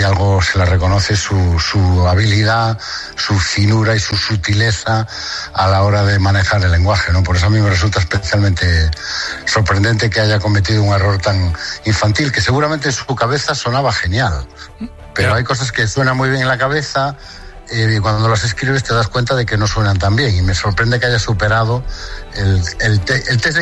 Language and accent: Spanish; Galicia, Spain; Hombre, yo soy de la Mañía de Lugo, que es lo más gallego que se puede ser.